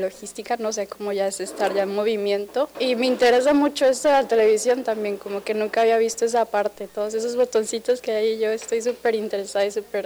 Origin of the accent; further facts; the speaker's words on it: Tabasco, Mexico; Pues yo soy de aquí, yo soy tabasqueña.